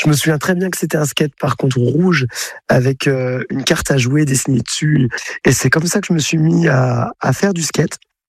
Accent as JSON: {"language": "French", "town": "Pontivy", "region": "Brittany", "country": "France", "tie": "born or raised there", "also_born_or_lived": "Bordeaux", "lives_now": "Rennes, France", "said": "même si j'allais habiter à Rennes, parce que je suis originaire de Pontivy."}